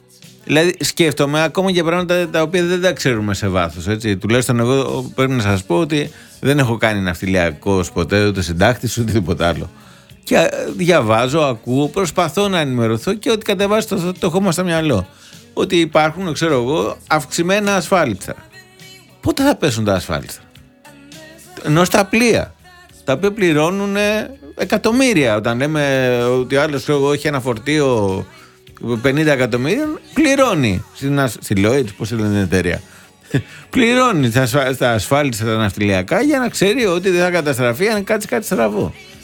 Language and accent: Greek; Greece